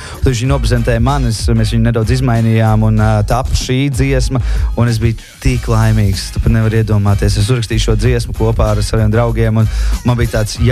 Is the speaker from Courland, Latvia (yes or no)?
no; Jelgava, Zemgale, Latvia; kur mēs tiekamies Jelgavā 26. Manā dzimtajā pilsētā